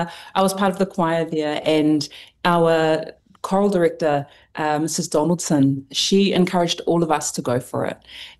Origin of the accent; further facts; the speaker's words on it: Palmerston North, Manawatū-Whanganui, New Zealand; So, you know, I grew up in Palmerston North End. I attended the Christian Church of Samoa, was basically born into it. And so singing hymns, traditional Samoan songs, that was the norm growing up as far back as I can remember.